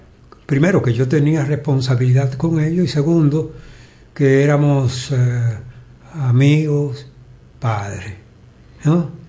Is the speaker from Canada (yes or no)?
no; Dominican Republic; Soy dominicano. Y la gran mayoría, de los, por no decirlo todo, todos los dominicanos somos alegres